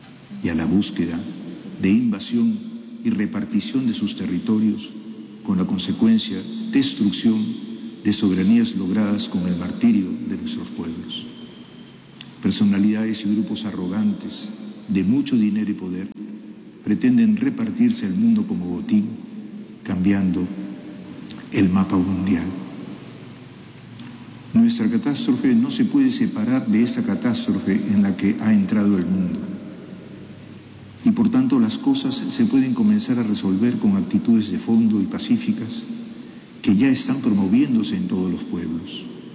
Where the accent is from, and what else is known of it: Peru